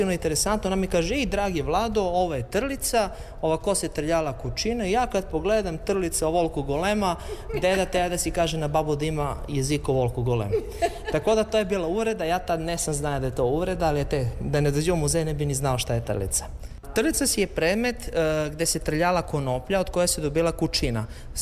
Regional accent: Leskovac, Jablanica District, Serbia; Kod nas u Leskovac ima se jedna mnogo lepa tradicija, nažalost danas je ta tradicija zamrela, to je da si unuci rastu kod dedu i kod babu. Kad sam bio malečak

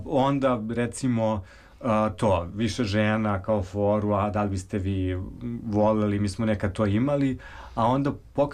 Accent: Serbia; Ja kad sam rekao Srbija, on je zastao

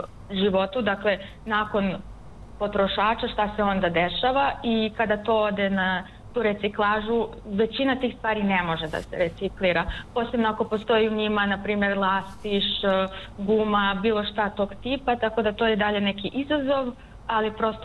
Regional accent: Serbia; now in Austria; primećujem da je dosta nekako situacija bolja nego, na primjer, kod nas u Srbiji. I ono što mi se posebno dopada u Austriji

